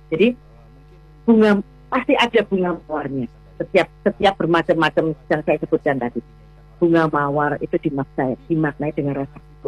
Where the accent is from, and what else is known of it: Java, Indonesia